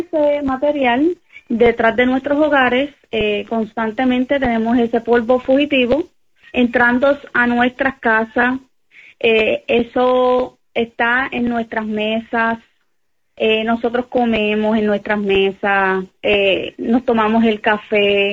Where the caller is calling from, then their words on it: Guayama, Puerto Rico; Yo soy aquí, resido en la comunidad de Cimarrona.